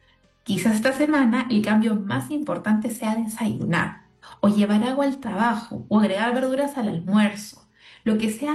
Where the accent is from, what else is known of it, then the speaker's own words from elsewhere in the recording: Peru; sobre todo como peruanos, que tenemos una alimentación tan rica, una gastronomía tan rica, que es parte de nuestras costumbres, ¿no?